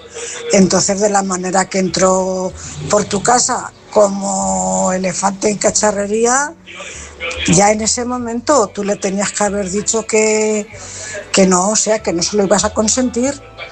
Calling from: Cuenca, Castilla-La Mancha, Spain; Buenas noches … corresponsal de Cuenca.

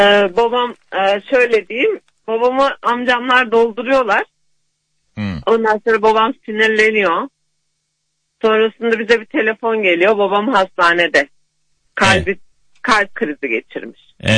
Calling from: Istanbul, Turkey; İstanbul Kartal'dan arıyorum.

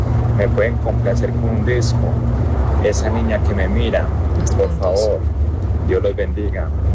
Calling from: Santiago de Compostela, Galicia, Spain; Saludos desde Santiago de Compostela.

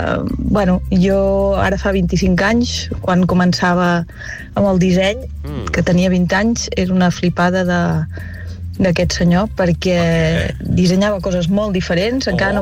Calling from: Girona, Catalonia, Spain; de Girona.

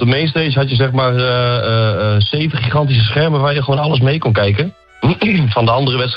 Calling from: Netherlands

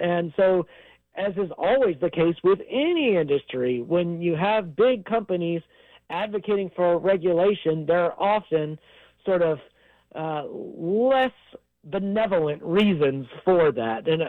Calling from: Alabama, United States; But I live in Alabama, so I'm calling in from Alabama.

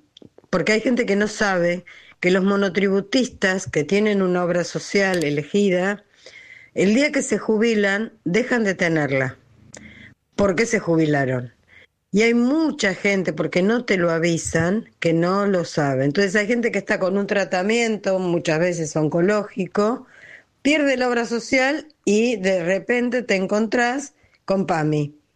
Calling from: Ituzaingó, Buenos Aires Province, Argentina; de Ituzaingó.

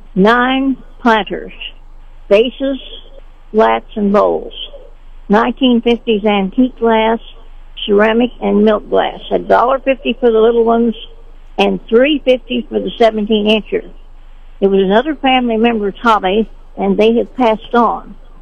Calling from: Sedalia, Missouri, United States; I'm calling from Sedalia.

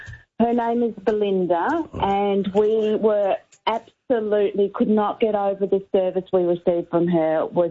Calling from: Narre Warren North, Victoria, Australia; I'm from Narrewarra North

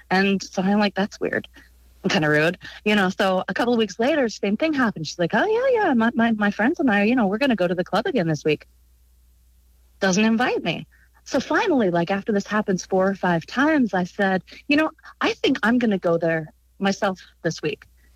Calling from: Norfolk, Virginia, United States; I'm calling from Mount Norfolk, Virginia Beach.

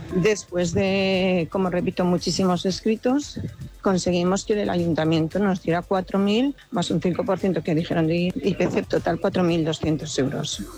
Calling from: Viver de la Sierra, Aragon, Spain; somos de la Comisión de Fiestas de Viver de la Sierra, que es una pedanía que pertenece al municipio de Sestrica.

